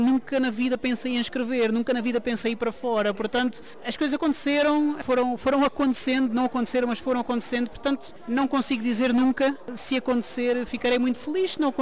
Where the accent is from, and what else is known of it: Portugal; moved away as an adult; also born or lived in Poland / Norway / Sweden